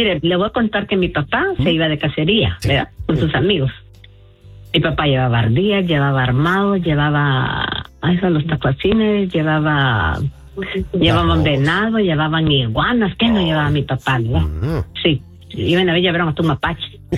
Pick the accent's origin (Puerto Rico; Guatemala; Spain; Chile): Guatemala; now in United States; yo voy a Guatemala, que Dios me perdone, yo soy chapina, ¿verdad?